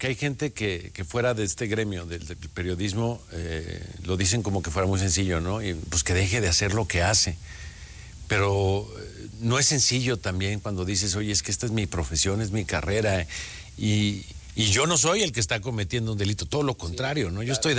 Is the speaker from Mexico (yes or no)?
yes; Mexico